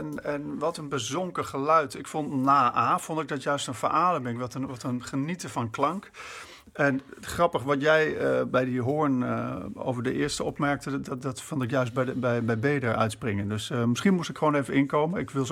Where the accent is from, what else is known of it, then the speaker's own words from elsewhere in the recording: Germany; En ik werd daar als Duitser, grappig genoeg, werd ik daar...